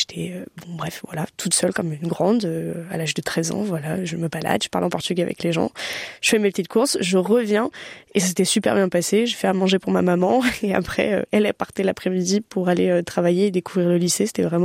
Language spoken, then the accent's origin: French; France; je débarque, je suis française, d'origine portugaise, bon ok.